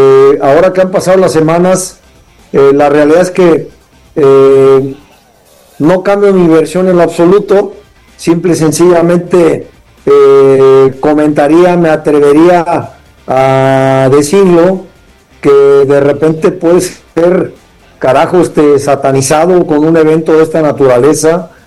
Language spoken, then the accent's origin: Spanish; Colima, Mexico; Así es, ando acá en mi tierra natal, Colima.